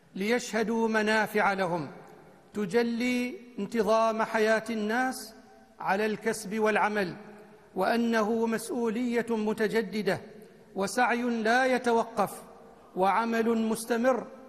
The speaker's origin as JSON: {"language": "Arabic", "country": "Oman", "said": "بلدنا عمان"}